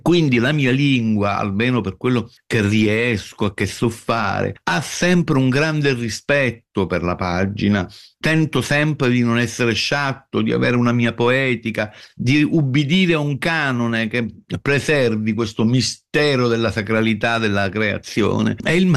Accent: Sicily, Italy; ma io da siciliano ho dovuto raccontare una città della mafia perché se no mi sarei sentito un disertore rispetto alle necessità della mia terra.

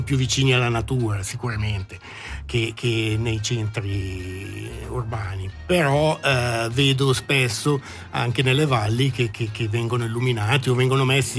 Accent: Ticino, Switzerland; now in -; io vengo dal Malcantone.

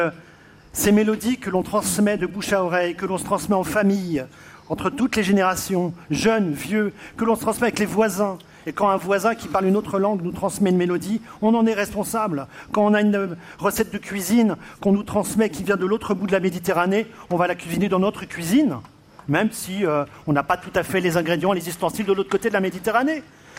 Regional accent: France; chez nous, en France

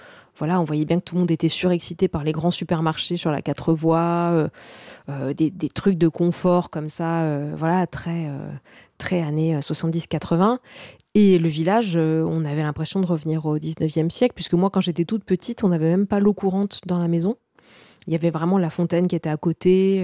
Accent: Bastia, Corsica, France; also born or lived in Castagniccia; Donc moi, je suis née à Bastia et j'ai passé pas mal de temps aussi en Castanitch, donc c'est en moyenne montagne

